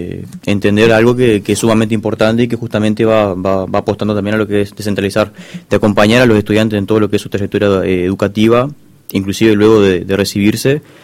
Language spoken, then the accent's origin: Spanish; Salto, Uruguay; De acá de Salto, sí.